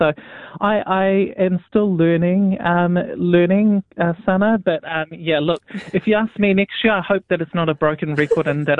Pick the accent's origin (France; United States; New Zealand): New Zealand; North Shore, Auckland; born there; I think for many Pacific people who are born here in New Zealand, like myself, I was born in the North Shore